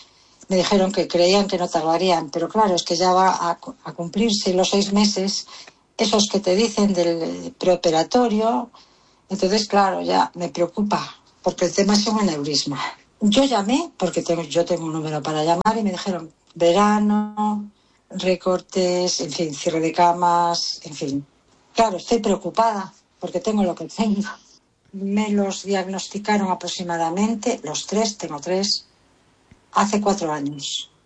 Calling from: Vigo, Galicia, Spain; soy de Vigo

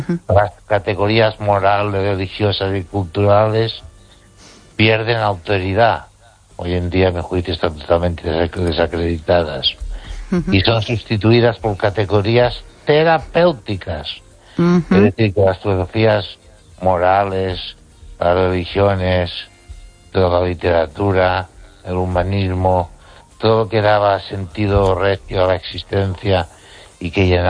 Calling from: Catalonia, Spain; desde Cataluña.

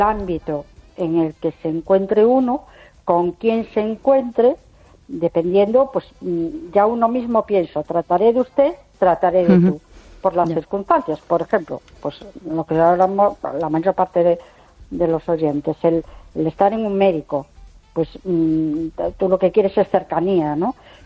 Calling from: A Coruña, Galicia, Spain; de La Coruña.

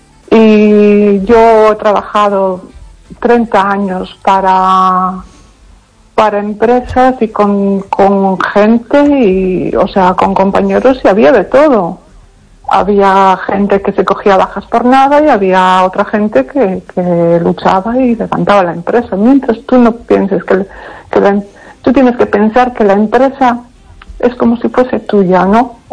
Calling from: Pontevedra, Galicia, Spain; de Pontevedra.

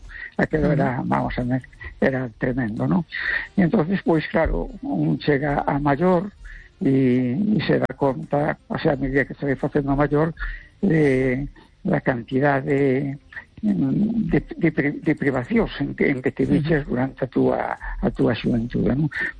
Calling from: A Coruña, Galicia, Spain; de La Coruña.

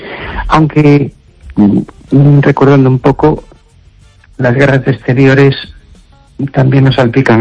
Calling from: Amoeiro, Galicia, Spain; de Un Toldo de Amoeiro.

